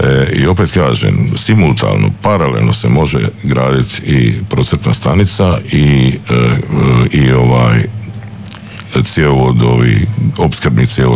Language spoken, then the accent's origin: Croatian; Croatia; iz Zagore i znam kako je imati veću gustirnu čatrnju